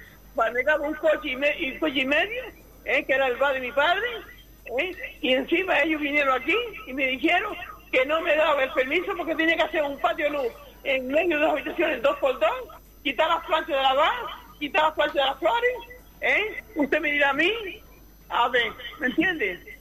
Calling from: Canary Islands, Spain; de la Ropa Vieja.

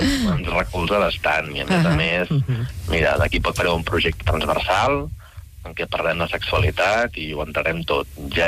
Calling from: Barcelona, Catalonia, Spain; jo soc de Barcelona, treballo a Sabadell

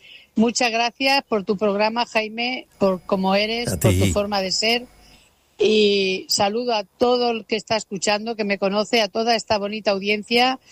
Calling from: Sabadell, Catalonia, Spain; de Sabadell.

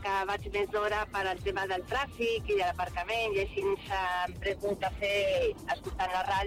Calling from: Montmeló, Catalonia, Spain; Visc a Montmeló i treballo a la Vall d'Hebron.

